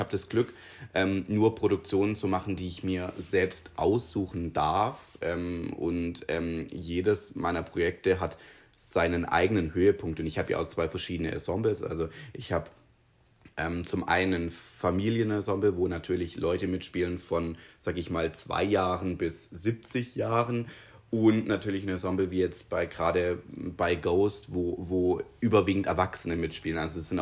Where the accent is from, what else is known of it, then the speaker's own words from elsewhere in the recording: Triberg, Baden-Württemberg, Germany; in Triberg, in meiner Heimatstadt, die ja tatsächlich überregional bekannt waren